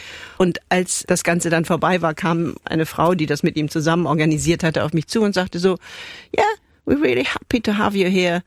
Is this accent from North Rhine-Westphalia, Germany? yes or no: yes; Cologne, North Rhine-Westphalia, Germany; also eigentlich war ich ja beim WDR als Kölnerin